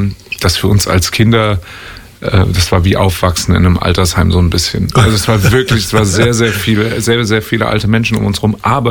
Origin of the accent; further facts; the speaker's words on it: Mainz, Rhineland-Palatinate, Germany; Also, als Kind auf dem Lerchenberg aufzuwachsen, das war schon ein bisschen besonders, weil der Lerchenberg ist ja irgendwie Ende der 60er Jahre, Anfang der 70er Jahre gegründet worden und dann sind alle dahin gezogen.